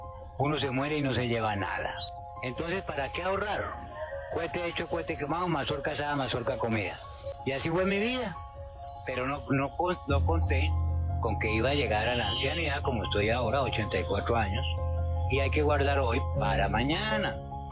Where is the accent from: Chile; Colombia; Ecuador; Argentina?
Colombia; Bogotá; born there; Nací en Bogotá el 28 de noviembre de 1941.